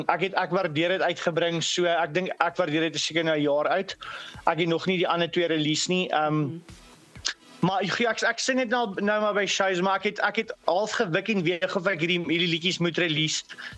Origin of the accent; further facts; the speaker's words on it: Barberton, Mpumalanga, South Africa; now in Meyerton, South Africa; En ja, ek het groot geword in Barberton in daai jare toe die musiek begin het. En ja, maar die wêreld getravel in Meyerton opgeëindig.